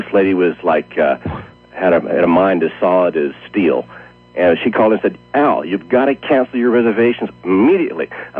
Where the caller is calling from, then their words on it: Tucson, Arizona, United States; Well, I'm calling from Tucson, Arizona.